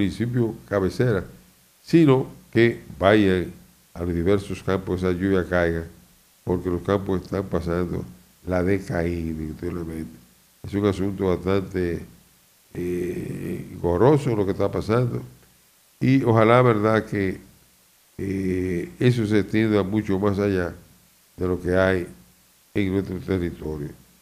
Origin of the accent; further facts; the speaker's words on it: Dominican Republic; nosotros como dominicanos